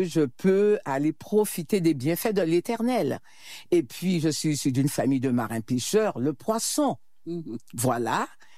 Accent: Le Diamant, Martinique; Alors, le lien, c'est vrai, je suis issue du Diamant et j'aime à dire, je fais partie de cette belle commune du Diamant, dans le rocher du Diamant.

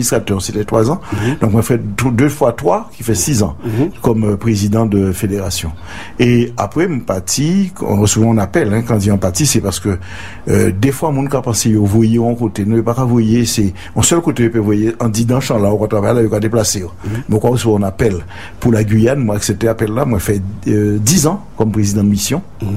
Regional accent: Basse-Terre, Guadeloupe; also born or lived in Saint-Claude; moi, je suis un Guadeloupéen, moi, je suis né à Bastère. Enfin, moi, à l'époque, moi, je suis né à Fête Saint-Claude. C'est-à-dire que la famille, moi, c'est mon Bastère.

